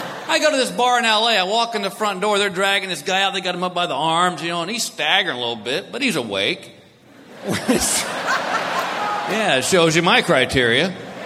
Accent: Texas, United States; I'm originally from Texas, so I'm used to, yeah.

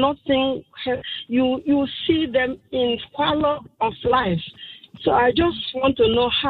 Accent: Nigeria; I'm a Nigerian.

